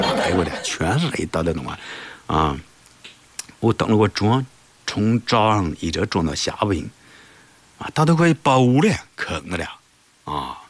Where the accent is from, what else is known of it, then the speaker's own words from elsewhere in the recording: China; 我老家是郭勇的，郭勇就两，哎，欢迎大家到我的家乡郭勇住客哈，I'm from 郭勇 China